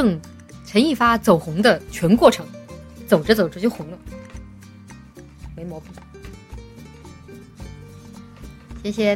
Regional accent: Chongqing, China; 我以为只有我们重庆人不会骑自行车。

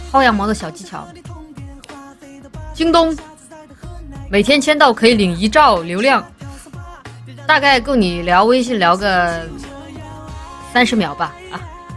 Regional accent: Guangdong, China; accent: Cantonese; 因为我是广东人呐、啊，所以我说话有一点点广东腔。

